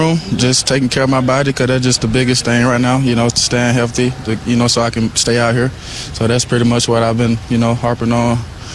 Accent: Atlanta, Georgia, United States; I grew up in Atlanta, Georgia. I played for a team called Glenwood.

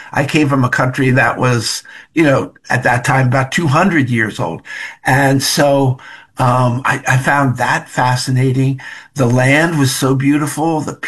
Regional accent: Philadelphia, Pennsylvania, United States; I had the Eagles, I'm from Philly, exactly.

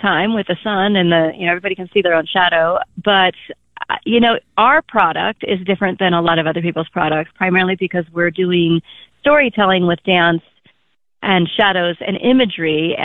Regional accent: Iowa, United States; also born or lived in Denver; now in Montana, United States; I'm from the Midwest. I grew up in Iowa. No comment to Mr. Nebraska. And then I lived in Denver for 36 years

